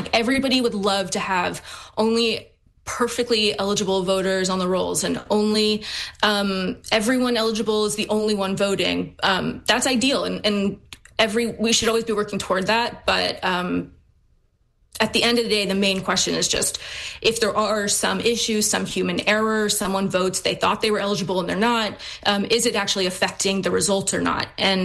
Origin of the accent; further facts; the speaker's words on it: Texas, United States; moved away; as a Texan myself. I mean, not currently, but as a, you know, I consider myself Texan still.